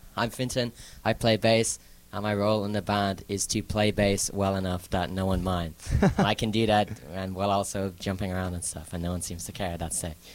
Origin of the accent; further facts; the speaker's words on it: Ireland; born there; I was raised to be in Ireland, I guess. I was raised to stay put.